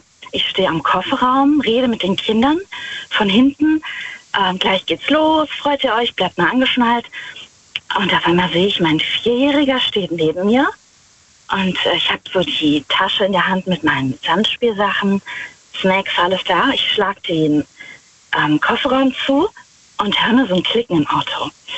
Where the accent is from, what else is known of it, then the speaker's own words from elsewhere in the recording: Wittlich, Rhineland-Palatinate, Germany; Ich fahre gleich an der Abtei Immerod vorbei. Ich bin aus der Nähe von Wittlich.